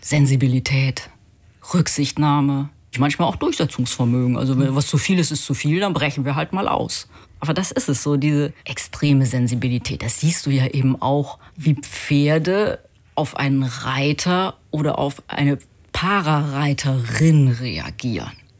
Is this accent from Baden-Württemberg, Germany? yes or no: no; Düsseldorf, North Rhine-Westphalia, Germany; also born or lived in Bielefeld; Geboren in Bielefeld, aber aufgewachsen in Düsseldorf.